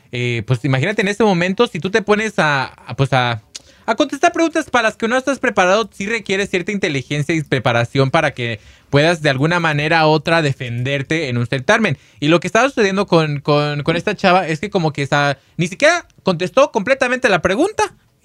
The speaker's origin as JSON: {"language": "Spanish", "region": "Guanajuato", "country": "Mexico", "said": "desde las momias, Guanajuato."}